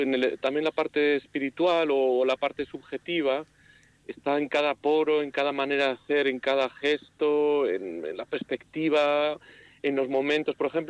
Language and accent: Spanish; Vitoria, Basque Country, Spain; somos una familia de Saramaga y que hemos crecido en Vitoria y bueno, pues hay cosas de nuestra tierra que nos gustan, otras que no nos gustan tanto